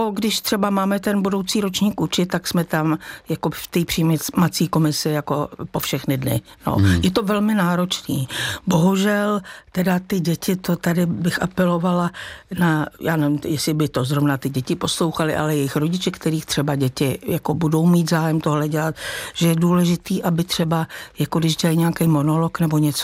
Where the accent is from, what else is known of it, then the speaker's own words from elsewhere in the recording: Rakovník, Central Bohemian Region, Czechia; vyrůstala jsem vlastně částečně u babičky v Rakovníku